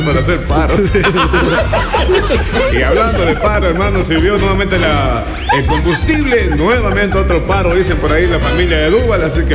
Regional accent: Ecuador; ¿Para qué nomás somos buenos los ecuatorianos?

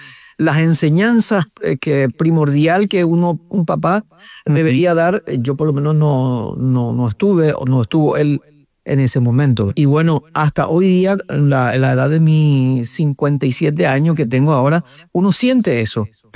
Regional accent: San Pedro, Paraguay; Yo nací en el departamento de San Pedro, sería en este caso. Nací, soy paraguayo, casado con una sola esposa.

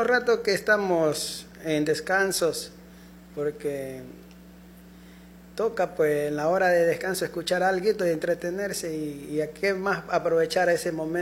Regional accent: Naranjito, Guayas, Ecuador; Somos de Naranjito nosotros.

